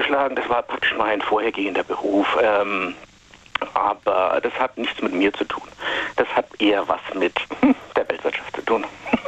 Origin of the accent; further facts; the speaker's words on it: Baden-Württemberg, Germany; Baden-Württemberg.